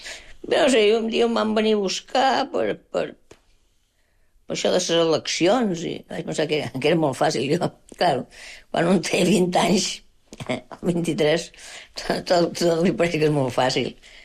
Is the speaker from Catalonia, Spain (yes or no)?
no; Balearic Islands, Spain; born there; Jo, de Menorca, jo he nascut a Menorca